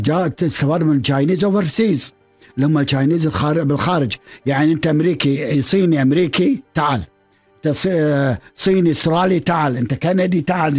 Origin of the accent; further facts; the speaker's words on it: Kuwait; خلقت طبقة وسطى بالكويت وانتعشنا